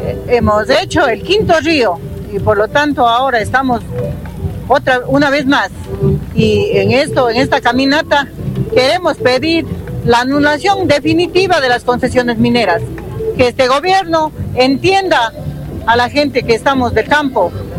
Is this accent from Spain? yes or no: no; Victoria del Portete, Azuay, Ecuador; vengo desde la Victoria del Portete, defensores y defensoras de Quisacocha